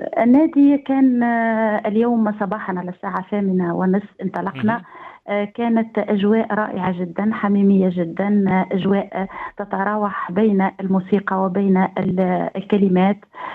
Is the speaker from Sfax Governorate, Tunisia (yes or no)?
no; Gafsa, Gafsa Governorate, Tunisia; لأن عندنا في قفصة ما شاء الله مواهب وعندنا أدباء كبار